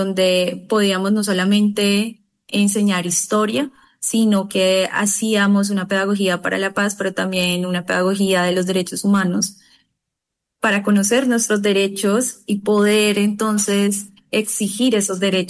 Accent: Buenaventura, Valle del Cauca, Colombia; born there; now in Cali, Colombia; nací en Buenaventura y emigré a la ciudad de Cali.

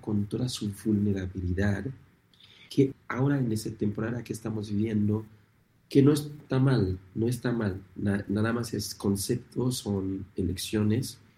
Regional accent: Haiti; Haití lo pronunciamos como

